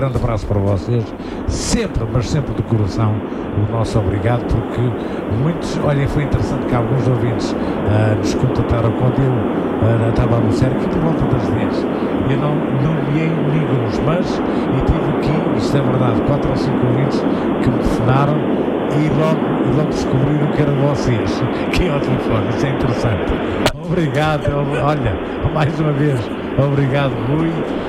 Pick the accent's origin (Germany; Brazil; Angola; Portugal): Portugal; Santa Maria, Azores; moved away; Penso que tu estás no meu torrão natal